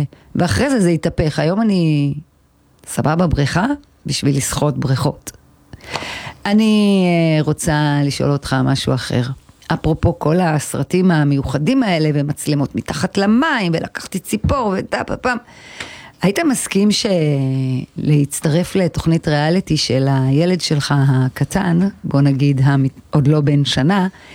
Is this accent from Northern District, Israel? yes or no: yes; Hulata, Northern District, Israel; אני חולטאית, זה דרום יחסי.